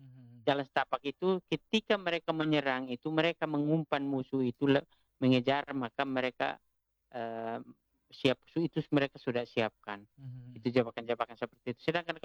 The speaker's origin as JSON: {"language": "Indonesian", "region": "East Nusa Tenggara", "country": "Indonesia", "said": "Ya, ada satu istilah kami orang Atoni itu bahwa obat musuhnya itu dia anti perempuan. Kebanyakan leu orang Atoni itu dia anti perempuan."}